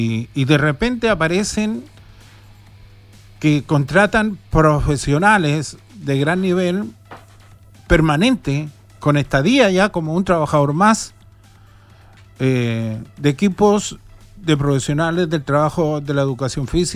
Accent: Coquimbo, Chile; moved away; yo provengo de la región de Coquimbo, ex cuarta región.

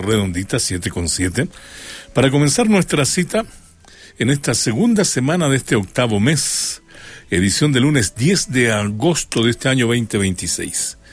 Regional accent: Chile; Pues como buenos chilenos, a última hora comprando para la gotera

